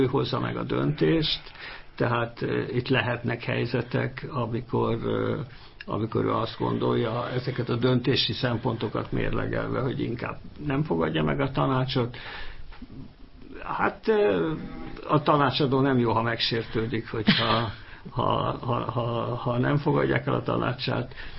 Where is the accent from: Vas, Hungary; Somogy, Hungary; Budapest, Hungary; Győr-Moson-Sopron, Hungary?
Budapest, Hungary; Ide 8. kerületben születtem, ott élek azóta is, és ilyen nagy józsefvárosi lokálpatrióta vagyok.